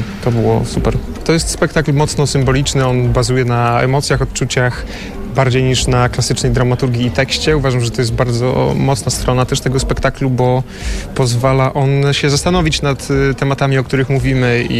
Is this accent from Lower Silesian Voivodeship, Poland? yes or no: yes; Wrocław, Lower Silesian Voivodeship, Poland; Pochodzę z Wrocławia, a kończę właśnie studia aktorskie na Łódzkiej Szkole Filmowej.